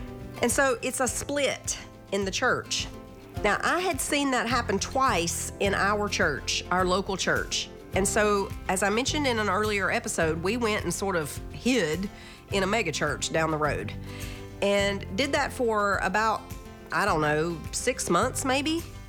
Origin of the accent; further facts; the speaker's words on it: the South, United States; now in Tennessee, United States; I had never even met a priest. I'm from the South. I live in Tennessee. And so Catholicism is a really, really small minority. And it's mostly fundamentalist Baptist churches, or fundamentalist churches anyway.